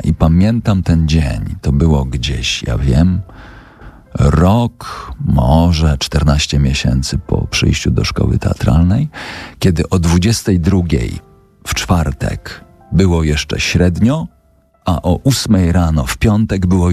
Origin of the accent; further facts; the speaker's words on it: Tyczyn, Subcarpathian Voivodeship, Poland; bo ja jestem z Podkarpacia, jestem z pięknego miasteczka Tyczyn pod Rzeszowem i tam troszeczkę inaczej mówimy.